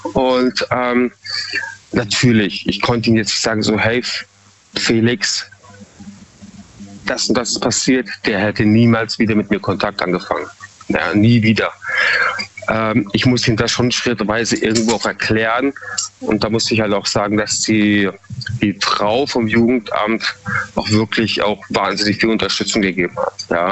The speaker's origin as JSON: {"language": "German", "town": "Munich", "region": "Bavaria", "country": "Germany", "moved": "yes", "lives_now": "Freiburg, Germany"}